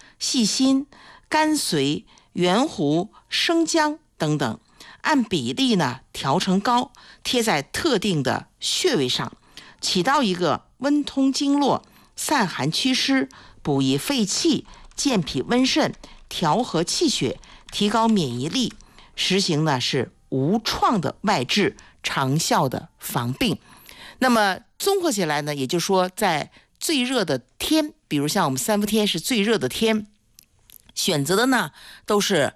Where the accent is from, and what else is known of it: China